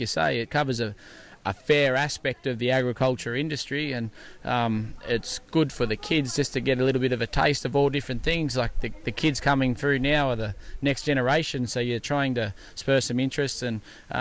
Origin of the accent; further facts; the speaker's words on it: Singleton, New South Wales, Australia; I'm from Singleton, just live out of a little place called Westbrook, just outside of town.